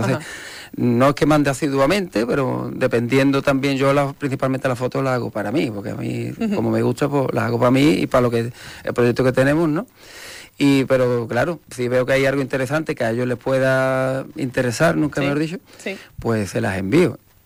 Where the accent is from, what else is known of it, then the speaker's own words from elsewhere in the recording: Morón de la Frontera, Andalusia, Spain; Soy de Morón. me gusta y me encanta Morón, y entonces mi mirada hacia Morón sí. es especial en ese aspecto, ¿no?